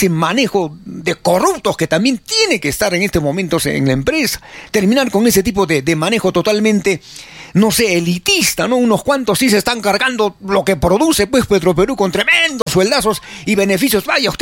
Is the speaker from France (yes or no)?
no; Peru; nosotros como peruanos